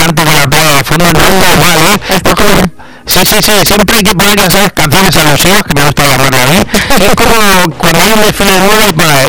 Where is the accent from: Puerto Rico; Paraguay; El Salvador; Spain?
Spain; Galicia; Que soy gallego, ¿no?